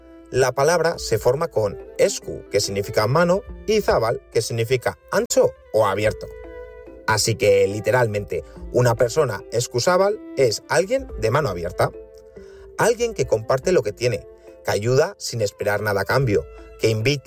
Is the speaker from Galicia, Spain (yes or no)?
no; Basque Country, Spain; Con una que habla de cómo somos los vascos con los demás.